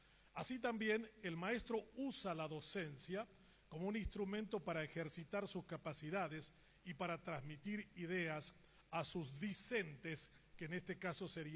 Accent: Paraguay; ni como paraguayos y menos aún como católicos.

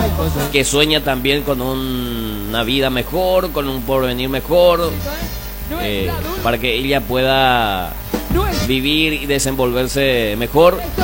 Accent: Paraguay; Y aquí desde Coronel Oviedo.

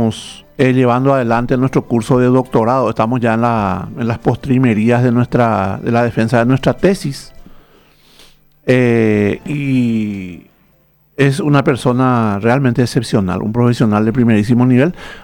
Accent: Paraguay

